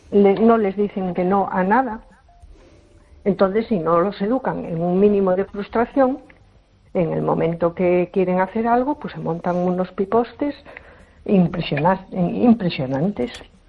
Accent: A Coruña, Galicia, Spain; Hola, buenas noches. … de Coruña.

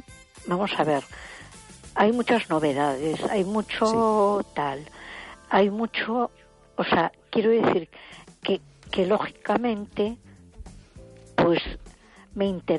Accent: A Coruña, Galicia, Spain

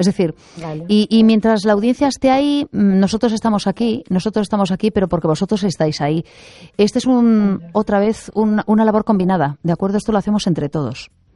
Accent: A Coruña, Galicia, Spain; also born or lived in Vigo; Pues hoy me siento, bueno, yo soy coruñesa de origen, hoy me siento especialmente coruñesa, estoy haciendo el programa desde aquí

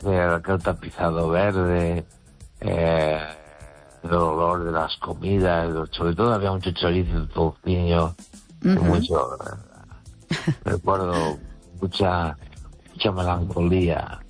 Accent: Galicia, Spain; Y mi pueblo está a unos 9 kilómetros 8 de Los Peares. Está en la base de la montaña.

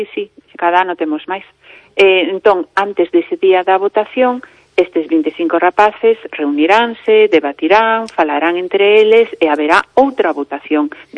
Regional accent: Galicia, Spain; Somos galegos, ¿no? Calquera ocasión é boa para montar unha festa.

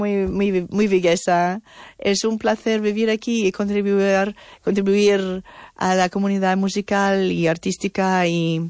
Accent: Newmarket, Ontario, Canada; Spanish is a second language; Es que realmente porque soy canadiense. Canadiense somos un mezcla de todo si no eres persona indígena de los tribus allí. Y realmente nunca me sentí de que, me pertenezco a Newmarket.

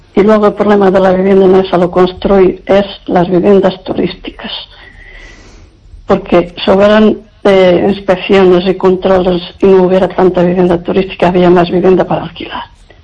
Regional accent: Lugo, Galicia, Spain

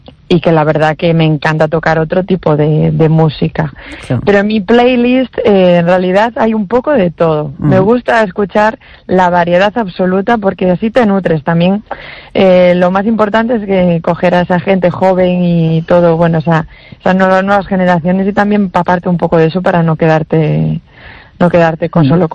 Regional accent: Vigo, Galicia, Spain; porque yo soy de Vigo, la chelista es de Vigo, todos somos, sí, gallegos

